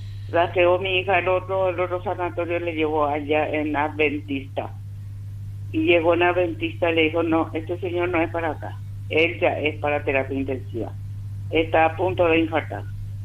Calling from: Villa Elisa, Central, Paraguay; Yo soy de Villa Elisa. … hace 50 años que estoy acá en Villa Elisa, acá cerca de Cuatro Mojón nomás.

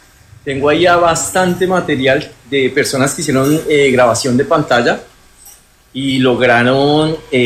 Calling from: Neiva, Huila, Colombia; No, yo estoy en Neiva

